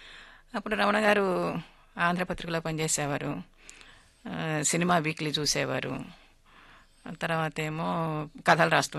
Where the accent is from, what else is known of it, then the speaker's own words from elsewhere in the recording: Arugolanu, Andhra Pradesh, India; moved away; మాది కృష్ణా జిల్లా ఆరుగొలను అని మా ఊరు పల్లెటూరు అనమాట.